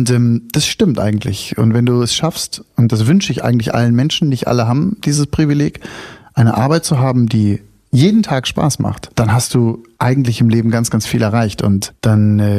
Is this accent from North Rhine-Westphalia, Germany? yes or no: no; Brandenburg, Germany; also born or lived in Berlin; Also erstmal bin ich ja Brandenburger selber, ja, und bin mittlerweile aus Berlin weggezogen und liebe das sehr, dieses Bundesland auch